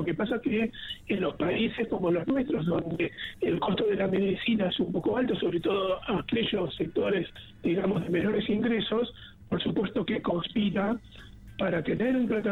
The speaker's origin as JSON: {"language": "Spanish", "region": "Buenos Aires", "country": "Argentina", "said": "Por más de que no somos de Córdoba, después él volvió a Buenos Aires, donde es mi familia"}